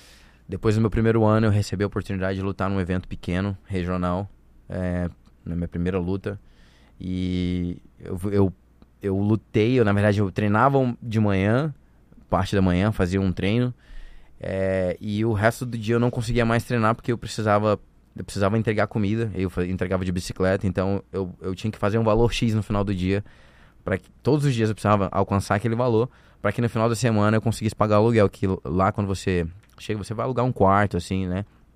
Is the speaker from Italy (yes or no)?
no; Roraima, Brazil; moved away as an adult; now in London, United Kingdom; como um bom brasileiro, Makuxi